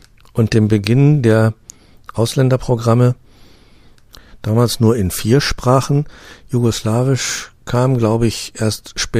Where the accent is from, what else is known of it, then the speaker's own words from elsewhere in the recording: West Germany, Germany; damals als Wessi